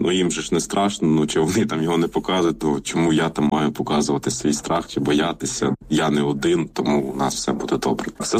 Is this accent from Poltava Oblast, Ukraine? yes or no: no; Donetsk Oblast, Ukraine; от ми взагалі з Бахмутського району родом. І я от розумію, що тут от земля, от ну, моїх там бабусі, дідуся